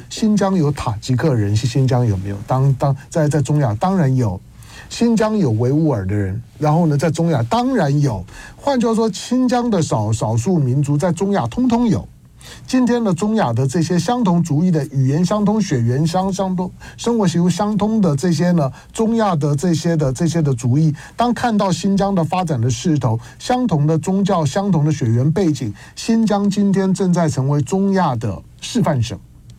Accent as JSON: {"language": "Chinese", "country": "Taiwan", "tie": "born there", "said": "我都说我是一个在台湾出生的中国人，我是一个在台湾出生的统派"}